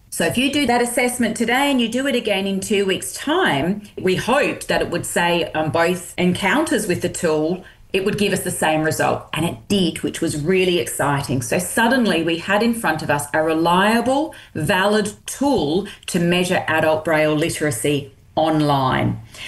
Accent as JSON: {"language": "English", "town": "Adelaide", "region": "South Australia", "country": "Australia", "tie": "born or raised there"}